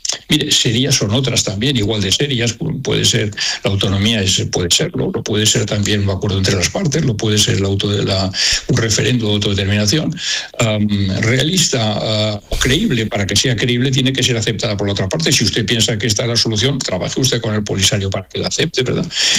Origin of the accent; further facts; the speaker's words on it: Spain; como español, en fin, no sé, yo estoy jubilado